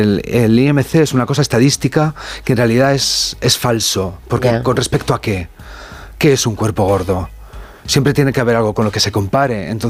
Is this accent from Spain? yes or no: yes; Castile, Spain; yo soy castellano.